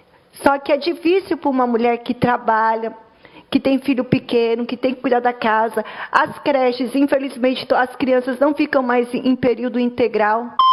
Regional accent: Diadema, São Paulo, Brazil; sou lá de Diadema.

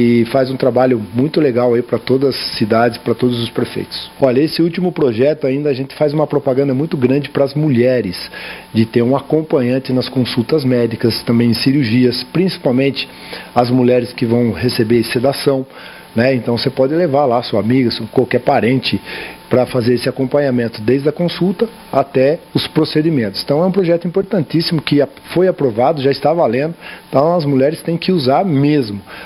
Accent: Indaiatuba, São Paulo, Brazil; Eu sou lá da região de Campinas, sou da cidade de Indaiatuba, já estou no meu sexto mandato consecutivo

